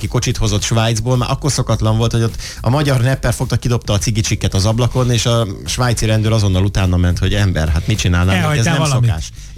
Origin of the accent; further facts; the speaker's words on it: Hungary; most magyar vagyok